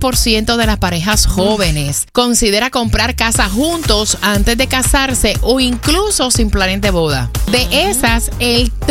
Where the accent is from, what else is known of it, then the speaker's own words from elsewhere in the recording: Fajardo, Puerto Rico; Yo soy de Fajardo